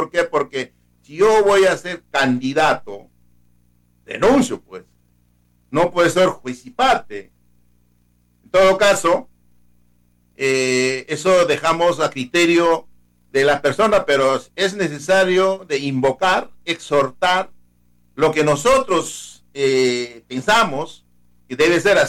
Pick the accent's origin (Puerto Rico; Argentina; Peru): Peru; Chumpi, Ayacucho